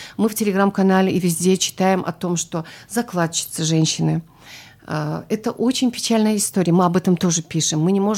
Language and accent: Russian; Dagestan, Russia